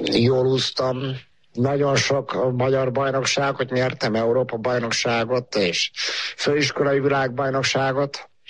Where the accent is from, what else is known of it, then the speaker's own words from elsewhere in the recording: Berettyóújfalu, Hajdú-Bihar, Hungary; also born or lived in Budapest / Kőszeg; Pesten születtem, aztán Berettyor Újfaluban éltem 10 évig, utána Püspökladányban 1 évig